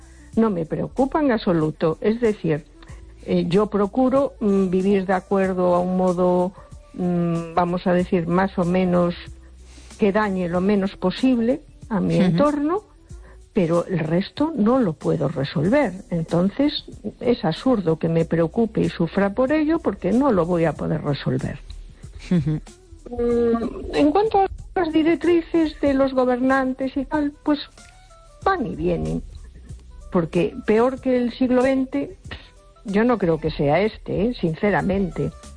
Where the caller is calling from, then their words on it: A Coruña, Galicia, Spain; de Coruña.